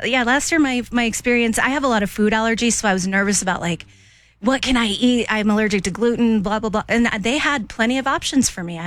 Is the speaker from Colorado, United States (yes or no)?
yes; Colorado, United States; I grew up in Colorado. I'm a native here